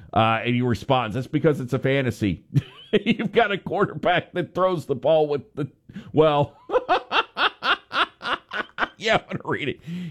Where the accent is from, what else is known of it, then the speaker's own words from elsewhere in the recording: United States; born there; also born or lived in Dallas-Fort Worth, Texas; growing up in Oklahoma and in the DFW area and being around kind of this part of the country my entire life